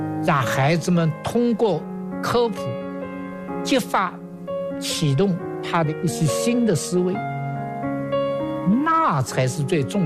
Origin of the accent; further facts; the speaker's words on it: Suzhou, Jiangsu, China; moved away; 我在小时候，我老家苏州